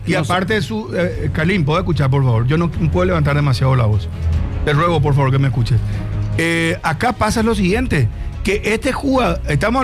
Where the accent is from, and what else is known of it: Paraguay